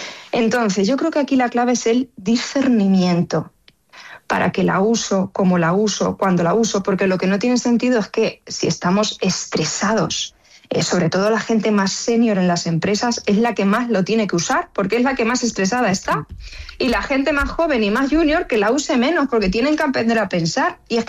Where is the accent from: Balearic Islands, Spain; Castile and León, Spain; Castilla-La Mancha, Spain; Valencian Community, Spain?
Castilla-La Mancha, Spain; Villarrobledo; porque yo soy de Villarrobledo, anda, así que aunque anda, ahora vivo ahora vivo en Chinchilla de Montaragón, pero soy de Villarrobledo.